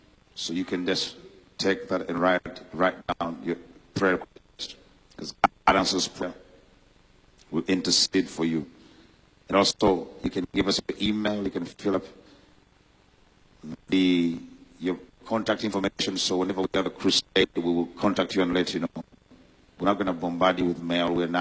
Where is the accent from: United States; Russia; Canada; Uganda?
Uganda; I'm from Uganda. I was born and raised in Uganda, Africa.